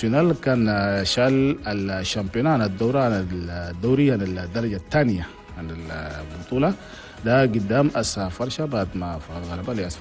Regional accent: Chad; أنا بلدنا تشاد

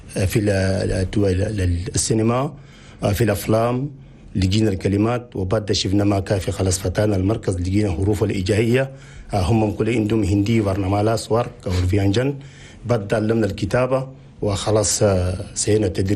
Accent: Chad

